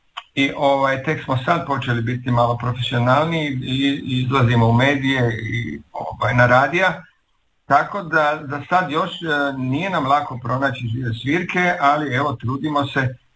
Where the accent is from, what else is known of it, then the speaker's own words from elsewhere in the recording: Knin, Šibenik-Knin County, Croatia; now in Zagreb, Croatia; Pa Knin je moj rodni grad, ja sam Knjanin, da tako kažem u šali, privremeno zaposlen u Zagrebu.